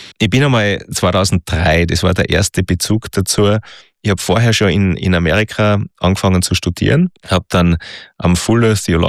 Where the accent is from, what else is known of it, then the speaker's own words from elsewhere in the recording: Austria; Nein, das war ein großer Krieg, also bei uns in Österreich vor allem zwischen die zwei Verbände.